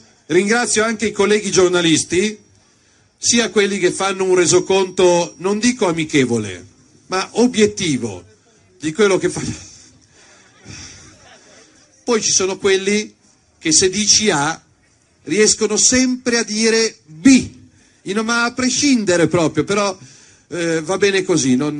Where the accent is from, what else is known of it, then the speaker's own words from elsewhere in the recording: Lombardy, Italy; chi c'è dalla mia Lombardia? Un applauso ai lombardi che vengono in vacanze in Romagna.